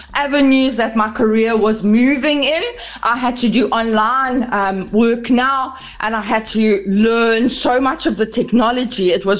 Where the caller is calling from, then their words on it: Durban, KwaZulu-Natal, South Africa; from the Bluff.